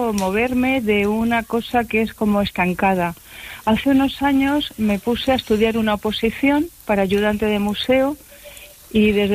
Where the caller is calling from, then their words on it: Madrid, Community of Madrid, Spain; yo te llamo desde Madrid